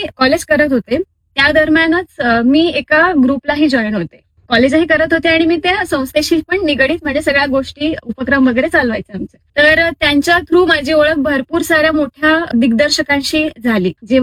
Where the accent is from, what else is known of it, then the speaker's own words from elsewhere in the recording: Nashik, Maharashtra, India; also born or lived in Lasalgaon; So माझा जन्म नाशिकचाच, म्हणजे लासलगावचा जन्म आहे, पण मी लहानपणापासून नाशिकमध्येच आहे. आणि माझं शिक्षण हे मराठा हायस्कूलमध्ये झालं.